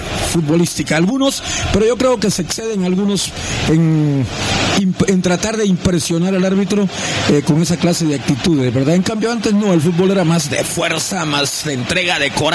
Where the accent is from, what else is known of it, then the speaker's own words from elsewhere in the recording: Mazatenango, Suchitepéquez, Guatemala; yo de niño estaba estudiando básico en Mazatenango y entrené con el equipo mayor del Deportivo Chuchitepeques